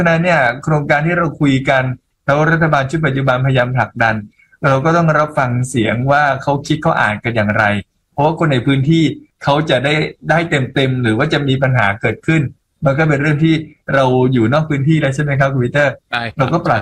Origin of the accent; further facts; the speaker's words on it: Bangkok, Thailand; also born or lived in Southern Thailand; ผมเชื่อว่าผมเป็นคนปากใต้นะคุณวิเตอร์นะฮะเด็กแค่ย้ายครับแต่แหล่งใต้ไม่ได้ครับแต่ว่ามาโตที่กรุงเทพอ่ะแล้วก็ยังเฝ้าติดตามความคืบหน้าของบ้านเกิดอยู่ครับ